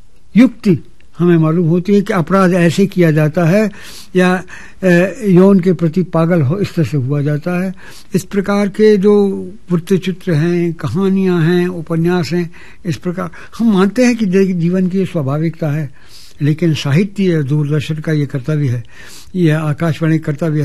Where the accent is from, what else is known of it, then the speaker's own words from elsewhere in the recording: Madhya Pradesh, India; born there; moved away as an adult; also born or lived in Allahabad; मैं बुंदेलखंड का निवासी हूँ, यहाँ का रहें मध्य प्रदेश का व्यक्ति हूँ और मेरी प्रारंभिक शिक्षा मध्य प्रदेश में ही हुई।